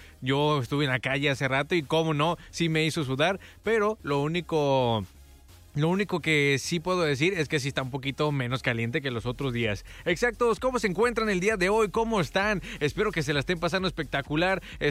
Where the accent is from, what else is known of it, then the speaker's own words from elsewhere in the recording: Guadalajara, Jalisco, Mexico; also born or lived in Tijuana, Mexico; now in Ensenada, Mexico; No, Soy de Guadalajara, pero pues me adoptó durante 10 años más o menos Tijuana. Y pues ahora estoy adoptando yo a Ensenada